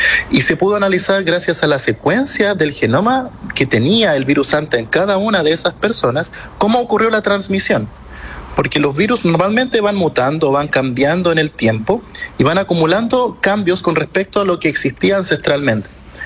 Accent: Chile; para nosotros como chilenos

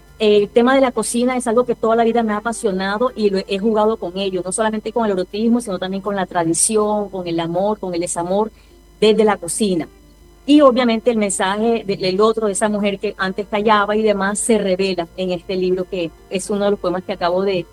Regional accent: Caribbean Region, Colombia; born there; now in Barranquilla, Colombia; yo no soy barranquillera, yo nací en la Sabana del Caribe, pero esta es mi segunda patria. Soy hija adoptiva de Barranquilla

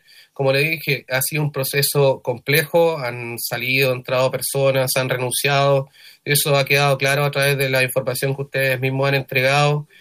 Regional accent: Chile

